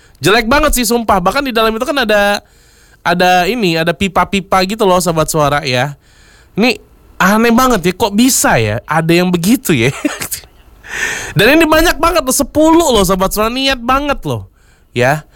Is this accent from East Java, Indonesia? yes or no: no; Palembang, South Sumatra, Indonesia; kita nih warga Palembang ya